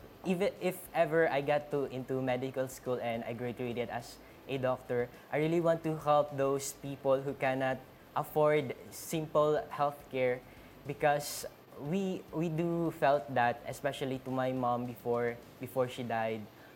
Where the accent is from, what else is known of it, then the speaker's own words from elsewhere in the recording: General Santos, Soccsksargen, Philippines; I felt bad to my hometown also